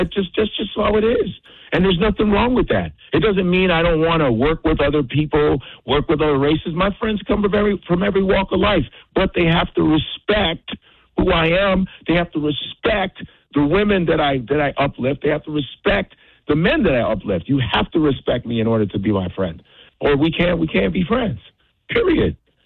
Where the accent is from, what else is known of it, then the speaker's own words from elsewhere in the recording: Nigeria; I'm speaking up for us, regardless of whether you hate me that I'm Nigerian.